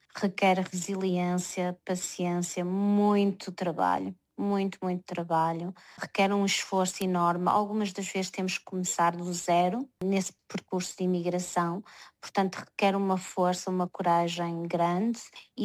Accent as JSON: {"language": "Portuguese", "country": "Portugal", "moved": "yes", "said": "Portugal, porque afinal eu sou portuguesa, as minhas raízes também estão aí, e então não é possível esquecer Portugal, e é por isso que eu continuo a trabalhar e espero dar visibilidade ao país onde eu nasci."}